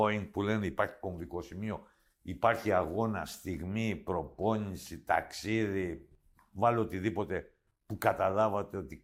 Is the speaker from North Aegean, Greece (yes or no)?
no; Amari, Crete, Greece; Στο χωριό μου εδώ, στο Αμάρι, έτσι το λένε.